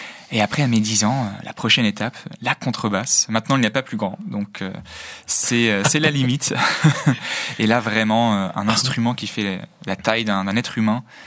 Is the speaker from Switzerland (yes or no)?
no; Vienna, Austria; Alors, moi, j'ai grandi à Vienne, en Autriche.